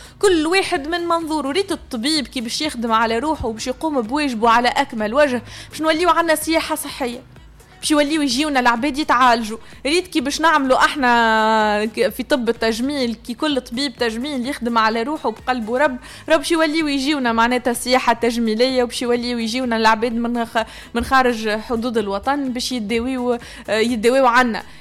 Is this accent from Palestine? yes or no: no; Tunisia; عندنا متاحف رانا في تونس،